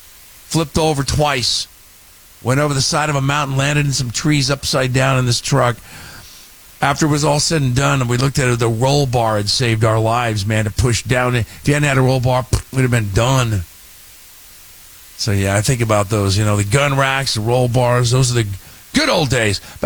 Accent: Elk Grove, United States; Those are the kind of trucks I grew up seeing around Elk Grove and such.

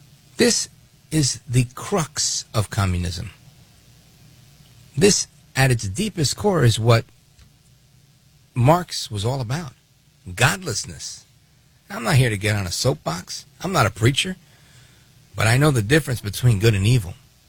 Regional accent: Brooklyn, New York, United States; born there; I'm partial to Brooklyn, New York. I was born in Brooklyn. Midwood in the building.

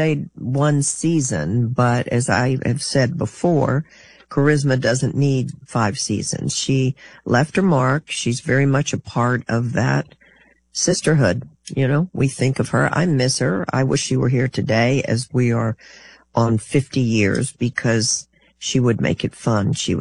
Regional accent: Texas, United States; I'm from Texas.

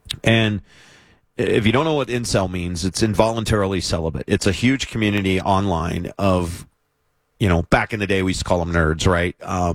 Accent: United States

